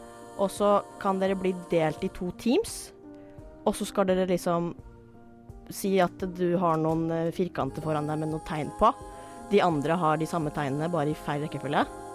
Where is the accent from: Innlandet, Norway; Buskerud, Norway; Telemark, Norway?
Innlandet, Norway; Skarnes; Jeg er jenta fra Skarnes, et lite sted som heter Skarnes. Jeg er 22 år gammel, og jeg studerer på Oslo Met.